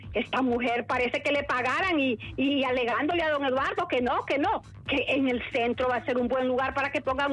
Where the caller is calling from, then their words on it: Honduras; De Colonia Los Robles.